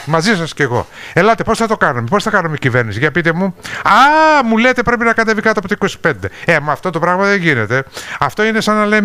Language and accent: Greek; Kalymnos, South Aegean, Greece; στην πατρίδα μου την Κάλυμνο.